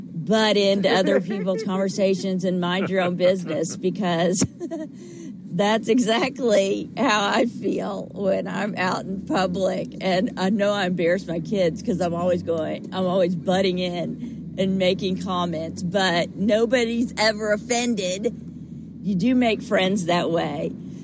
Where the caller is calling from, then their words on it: Kentucky, United States; from Kentucky.